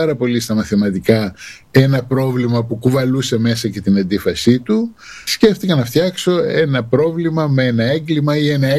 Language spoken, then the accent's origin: Greek; Athens, Attica, Greece; Έχω γεννηθεί στην Αθήνα, οι γονείς μου ήρθαν να σπουδάσουν μετά τον πόλεμο και μείνανε στην Αθήνα, οπότε εγώ μεγάλωσα στην Αθήνα.